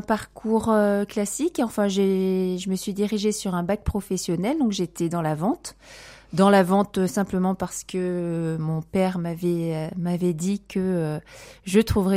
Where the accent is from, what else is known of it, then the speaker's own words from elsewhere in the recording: Solignac-sur-Loire, Auvergne-Rhône-Alpes, France; also born or lived in Le Puy-en-Velay; Alors je suis une pure souche de Haute-Loire, donc je suis née au Puy-en-Velay. J'ai passé mon enfance sur Solignac-sur-Loire, plus précisément dans le plus beau village juste à côté, à Gisoux.